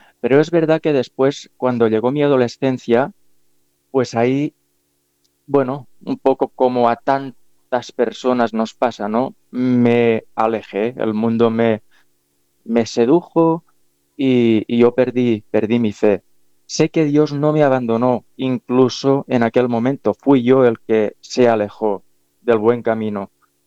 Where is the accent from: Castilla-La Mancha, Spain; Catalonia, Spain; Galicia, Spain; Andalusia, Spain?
Catalonia, Spain; aquí en España y muy particularmente en la zona en la que yo me crié, Cataluña, cerca de Barcelona, pues la fe no ha estado muy de moda en las últimas décadas. Pero yo tuve la fortuna de ser criado en una familia